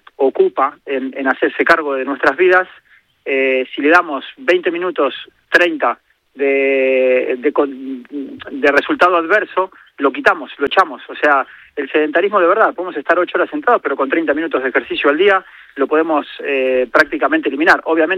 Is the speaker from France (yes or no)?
no; Spain; moved away; pero yo hace nada vine de España y hace 25 años